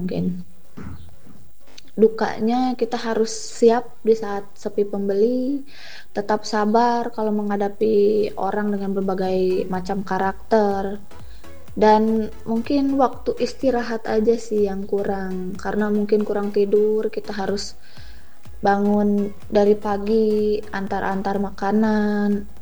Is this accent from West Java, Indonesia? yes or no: yes; West Java, Indonesia; now in Atambua, Indonesia; makanan-makanan khas kampung saya di sana, Jawa Barat.